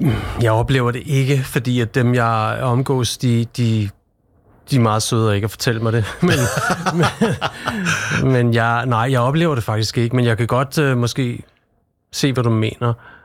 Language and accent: Danish; Copenhagen, Capital Region of Denmark, Denmark; moved away as an adult; now in Nykøbing, Denmark; Jeg har boet det meste af mit liv i København